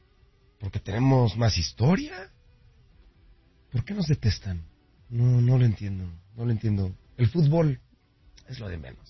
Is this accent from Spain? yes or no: no; Mexico; ¿Nosotros los mexicanos somos de madera? ¿Queremos ser como los argentinos?